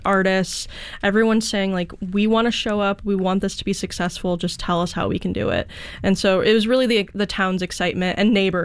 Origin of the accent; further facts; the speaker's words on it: Aurora, Illinois, United States; So I grew up in the Chicagoland. I'm from Aurora, Illinois.